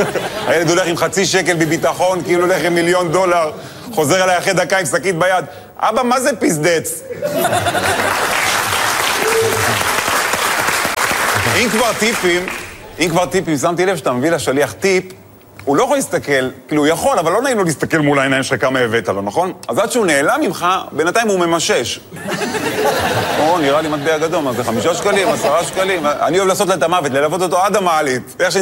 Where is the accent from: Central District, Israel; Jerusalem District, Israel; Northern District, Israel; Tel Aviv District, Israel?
Central District, Israel; Netanya; born or raised there